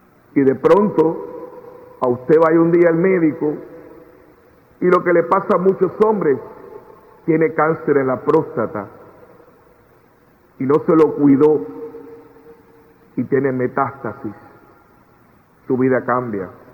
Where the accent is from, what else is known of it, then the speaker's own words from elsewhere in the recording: Cuba; born there; moved away; also born or lived in Puerto Rico; Yo soy cubano de nacimiento. Salí de Cuba en el 1961. Me adoptaron en Puerto Rico.